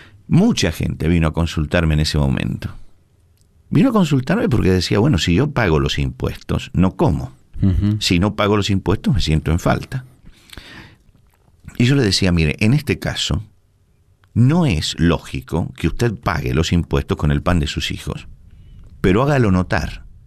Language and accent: Spanish; Argentina